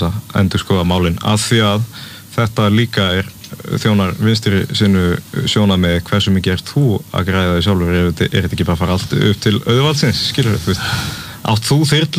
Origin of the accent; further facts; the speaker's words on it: Grímsnes, Southern Region, Iceland; Og ég er úr Grímsnesinu, ég bjó í gullna ringnum